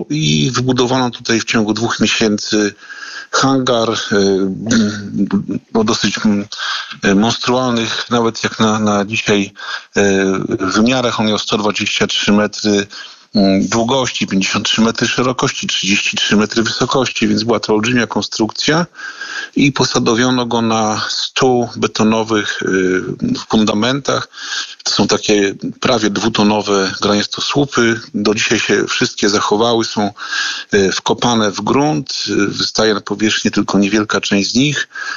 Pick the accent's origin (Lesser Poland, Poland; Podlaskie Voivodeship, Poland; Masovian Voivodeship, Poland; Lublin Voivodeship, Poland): Podlaskie Voivodeship, Poland; Białystok; mieszkam na Pietraszach od urodzenia.